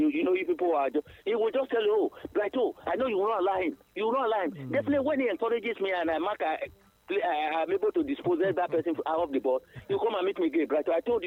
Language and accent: English; Nigeria; I was, as a Nigerian, I must tell you the truth.